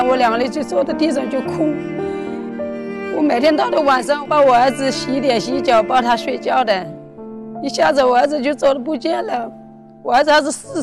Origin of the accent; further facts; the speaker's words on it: Jiangxi, China; ，我今年51，我来自江西省博阳镇的。